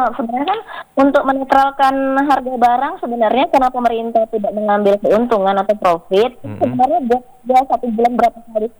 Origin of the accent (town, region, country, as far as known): Aceh, Indonesia